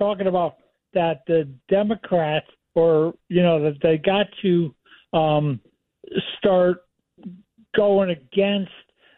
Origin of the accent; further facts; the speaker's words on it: New York, United States; born there; now in Dearborn, Michigan, United States; I grew up on the East Coast, okay? I'm a New Yorker at heart. So I live out here in Dearbornistan